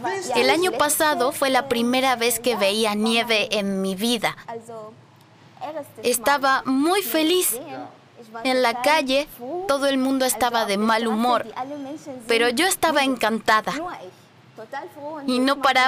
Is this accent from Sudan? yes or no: yes; Sudan; Spanish is a second language; now in Germany; Vengo de Sudán. Allí hace calor, mucho calor.